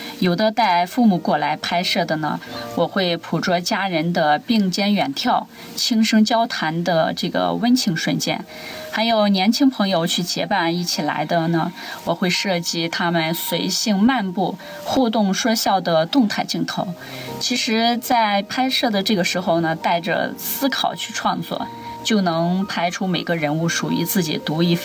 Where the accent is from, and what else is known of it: Binzhou, Shandong, China; born or raised there